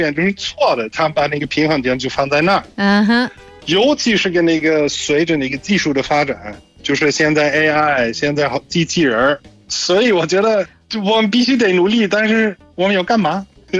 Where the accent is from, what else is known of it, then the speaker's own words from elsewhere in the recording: Germany; Chinese is a second language; 谢谢大家，